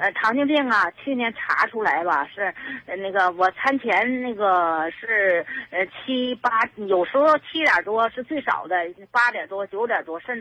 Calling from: Tianjin, China; 我是天津的，河东区的。

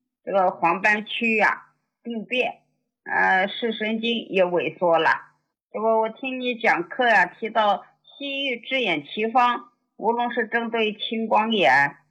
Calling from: Lanzhou, Gansu, China; 我是甘孜州兰州新区的，

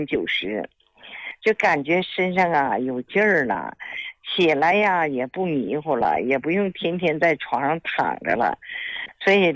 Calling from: Jiamusi, Heilongjiang, China; 我是佳木斯的。

